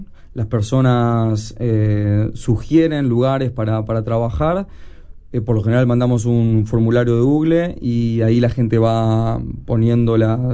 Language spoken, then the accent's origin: Spanish; Montevideo, Uruguay; nosotros somos habitantes de Montevideo